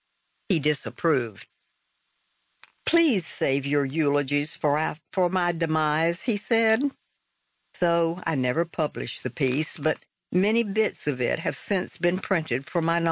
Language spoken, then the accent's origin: English; New Orleans, Louisiana, United States; who I grew up with in New Orleans